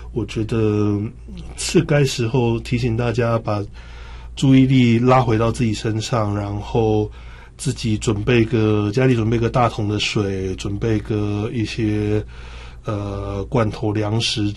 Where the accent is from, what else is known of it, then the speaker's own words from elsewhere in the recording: Taiwan; 我们台湾人常常会隔壁就便利商店啊，